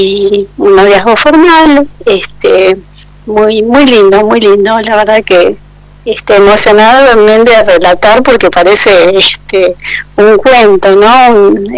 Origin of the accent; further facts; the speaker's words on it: Bahía Blanca, Buenos Aires Province, Argentina; born there; nació mi hermano mayor en el hospital de Jerich, después mi otro hermano nació en Neuquén Capital, yo nací en Bahía Blanca y mi hermana menor en Neuquén Capital.